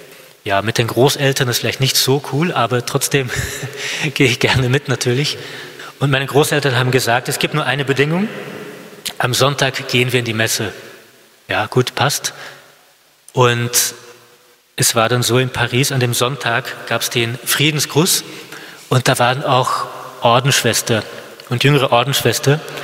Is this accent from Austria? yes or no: no; Flanders, Belgium; first language French; German is a second language; moved away; Französisch, ehrlich, meine Muttersprache, aber ich bin in Flandern mit Flämisch aufgewachsen, auch in der Schule.